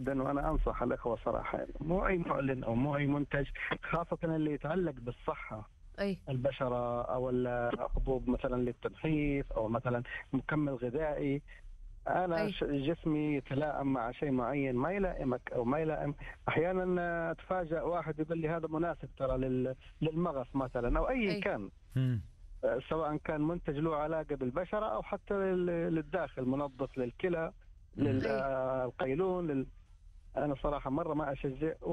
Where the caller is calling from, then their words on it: Jeddah, Makkah Province, Saudi Arabia; أنا من جدة.